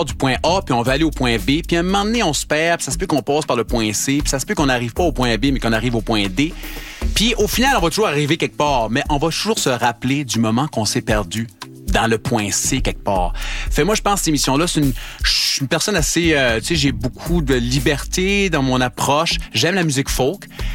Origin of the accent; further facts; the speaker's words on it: New Brunswick, Canada; Et comme j'ai un POV du Canada, de l'Acadie, moi, je viens du Nouveau-Brunswick